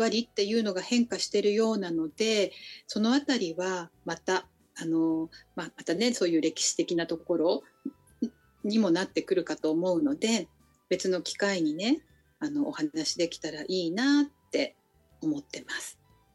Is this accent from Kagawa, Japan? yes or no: no; Hokkaido, Japan; moved away as an adult; now in Nagano Prefecture, Japan; 私が日本に生まれてきて、で北海道に生まれ育ち、そして、晩年は、長野県に住んでっていうことを考えるとね、